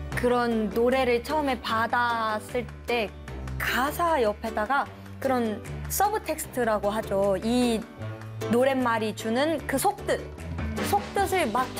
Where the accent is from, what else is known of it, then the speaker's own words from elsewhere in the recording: Daejeon, South Korea; 대전 사람으로서.